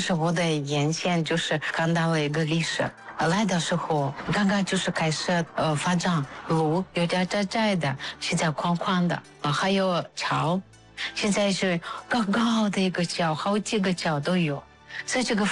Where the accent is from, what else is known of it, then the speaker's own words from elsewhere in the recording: Novosibirsk, Novosibirsk Oblast, Russia; Chinese is a second language; moved away as an adult; now in Karamay, China; 我是中国石油大学北京克拉玛依校区当外教。我是俄罗斯人，我来自新西伯利亚。